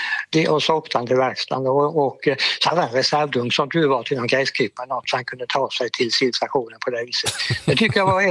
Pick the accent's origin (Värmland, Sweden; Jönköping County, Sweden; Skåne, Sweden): Jönköping County, Sweden; Sävsjö; Så jag gick ner till biblioteket hemma i Sävsjö och lånade en bok om hur tändsystem fungerar på motorer.